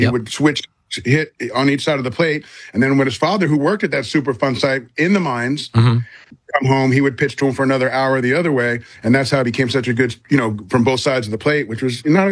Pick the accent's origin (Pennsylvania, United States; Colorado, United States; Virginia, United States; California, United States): California, United States; Hollywood; I grew up in Hollywood in the San Fernando Valley